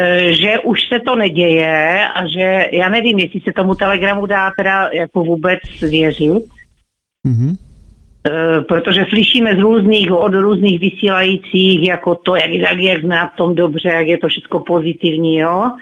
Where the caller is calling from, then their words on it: Otrokovice, Zlín Region, Czechia; Zotrokovic, vždycky jsem zdravila kluci z Plzně.